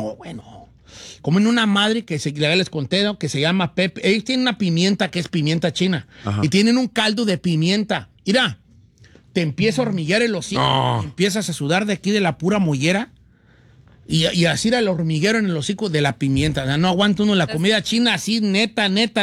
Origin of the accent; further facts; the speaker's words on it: Mexico; Soy de México. Ay, yo soy mexicana.